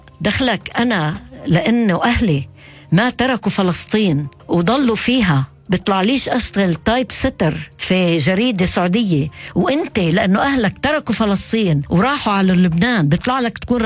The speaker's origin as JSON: {"language": "Arabic", "country": "Palestine", "said": "فبيسألني جهاد الخازن … انت من وين؟ قلت له انا فلسطينية."}